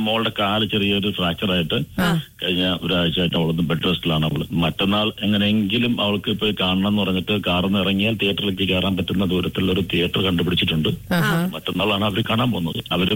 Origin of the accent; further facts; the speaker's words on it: Tripunithura, Kerala, India; തൃപ്പൂണിത്തുറയാണ്